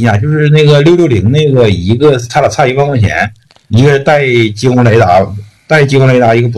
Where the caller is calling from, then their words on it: Anshan, Liaoning, China; 我是鞍山的，